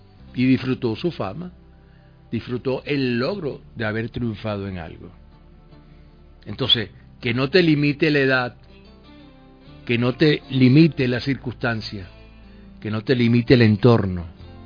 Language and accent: Spanish; Venezuela; born there; Nacimos en el mejor país del mundo. No existe un país como Venezuela.